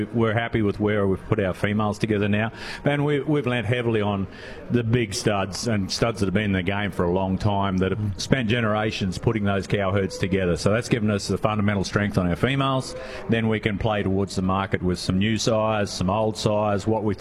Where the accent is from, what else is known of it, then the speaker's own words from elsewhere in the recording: Queensland, Australia; I am a Queenslander.